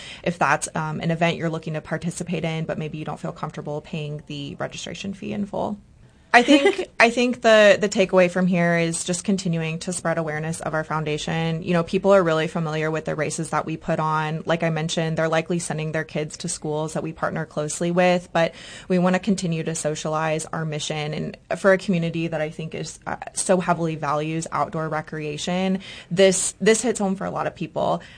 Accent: Kansas City, United States; I started running when I was in middle school growing up in Kansas City.

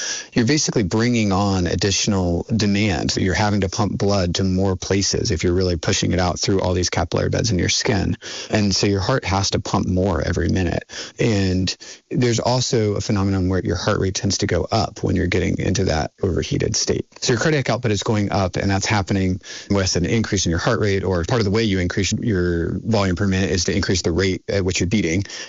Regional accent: South Carolina, United States; born or raised there

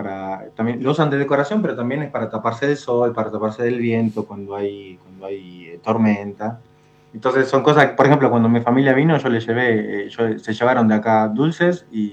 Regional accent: Argentina; now in Jordan

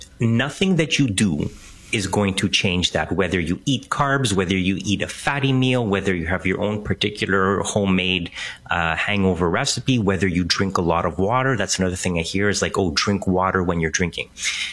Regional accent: Canada; born there; I tend to go to Greece in the summer, because that's where my family is from originally. I was born here in Canada

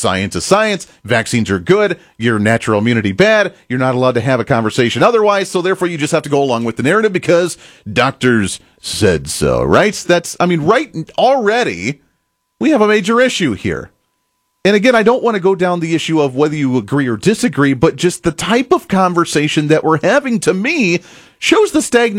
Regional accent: Kansas, United States; Eisenhower, I'm from Kansas. Everybody around here loves, you know, President Eisenhower.

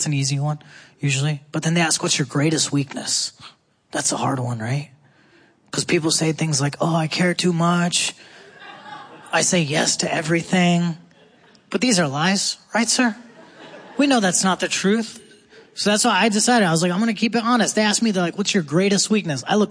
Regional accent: Texas, United States; also born or lived in India / Ohio; I was born in India, and then when I was six, my family moved to Texas. Okay, and after Texas, we moved to Ohio.

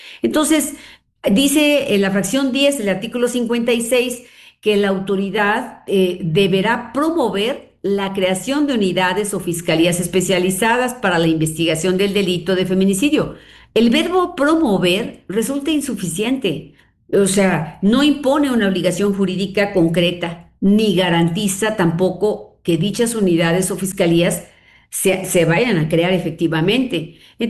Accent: Hidalgo, Mexico; Mira, yo soy de Hidalgo.

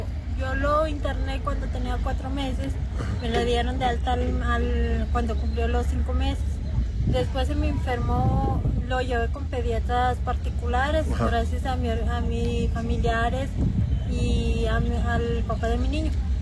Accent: Fresnillo, Zacatecas, Mexico; De aquí, de Fresnillo.

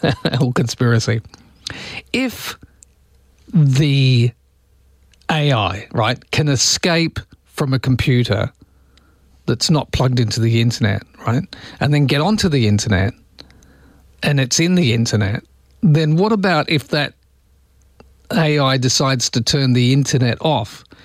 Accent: England, United Kingdom; And besides being English, I'm a tea drinker.

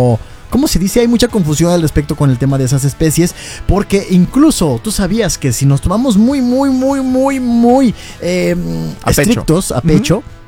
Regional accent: Guadalajara, Jalisco, Mexico; ha formado parte de la historia de muchos mexicanos y más de nosotros como tapatíos

